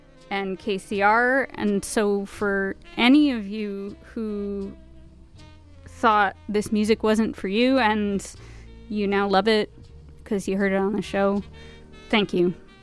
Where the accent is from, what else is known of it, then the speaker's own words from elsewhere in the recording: Jersey City, New Jersey, United States; I grew up here in Jersey City.